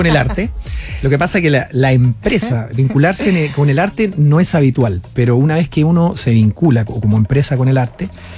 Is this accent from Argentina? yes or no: no; Chile; es un efecto que nosotros como chilenos tenemos que incorporar